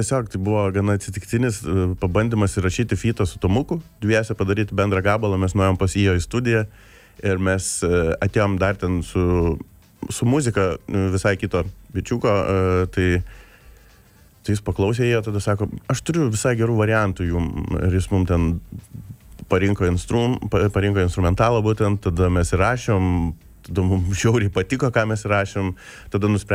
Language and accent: Lithuanian; Mažeikiai, Telšiai County, Lithuania; moved away; also born or lived in Šiauliai / Klaipėda / Vilnius; pabuvęs pagyvenęs ten ir Šiauliuose kažkiek ir Klaipėdai, ir Vilniui, ir pats esu iš Mažeikių apskritai, tai per visą Lietuvą visur kažką daręs ir pakankamai ilgą laiką, žinai, kaip pagalvoju, 40 metų ir pačiam